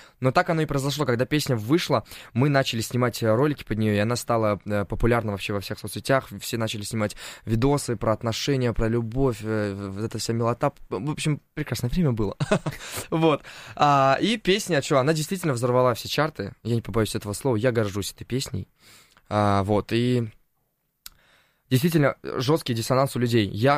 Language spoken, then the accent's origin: Russian; Uzbekistan; born or raised there; also born or lived in Turkmenistan; now in Moscow, Russia